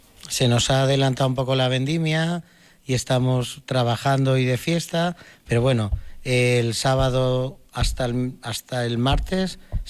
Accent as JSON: {"language": "Spanish", "town": "Casas de Haro", "region": "Castilla-La Mancha", "country": "Spain", "said": "somos manchegos, una localidad manchega. Somos un poco diferente a la gente de Cuenca, a la gente de... No quiero meter la pata, pero bueno, somos de Cuenca, pero manchegos."}